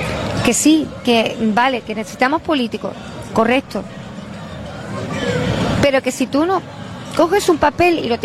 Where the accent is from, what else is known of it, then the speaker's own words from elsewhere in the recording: La Línea de la Concepción, Andalusia, Spain; El orgullo de ser linense.